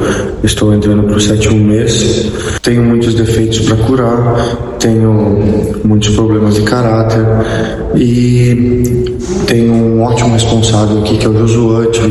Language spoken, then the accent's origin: Portuguese; Guaporé, Rio Grande do Sul, Brazil; Eu tenho 31 anos, sou natural da cidade de Guaporé, Rio Grande do Sul.